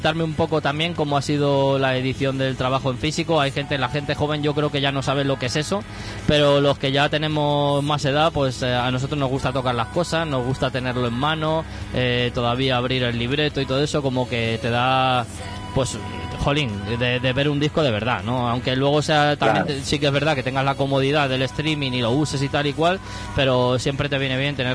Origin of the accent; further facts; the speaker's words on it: Valencian Community, Spain; Yo soy valenciano, pero me he ido allí a magdalenas